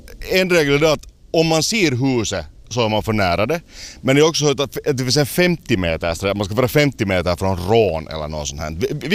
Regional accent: Porvoo, Uusimaa, Finland; also born or lived in Ladusved, Espoo; Som finländare som jag vuxit upp i Borgåskogarna

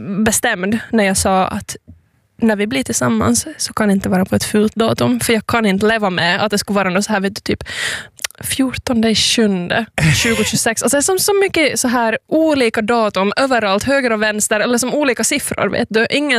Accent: North Ostrobothnia, Finland; moved away; Jag bara är därifrån och vill liksom basonera ut på alla sätt jag kan att jag är från norra Österbotten.

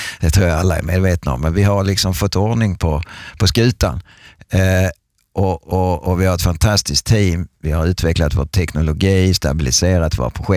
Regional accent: Skåne, Sweden; moved away as an adult; now in Vaasa, Finland; ni vet ju att jag kommer från Sverige och Skåne

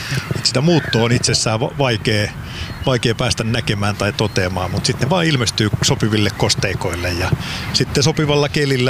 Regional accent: Pori, Satakunta, Finland; accent: Pori dialect; Kuulosti niin tutultua Porin murre, kun mä oon itsekin Porista kotosi

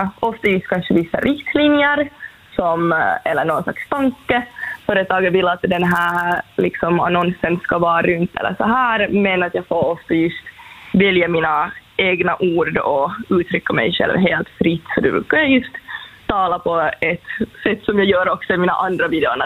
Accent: Finland; first language Swedish; jag är liksom finlandssvensk och svenska är mitt modersmål.

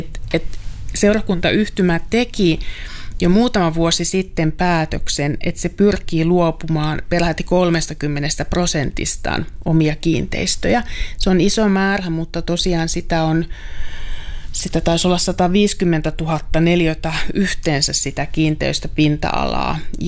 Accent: North Ostrobothnia, Finland; now in Helsinki, Finland; mä oon kotoisin Pohjois-Pohjanmaalta, niin ollaan oltu kirkon jäseniä.

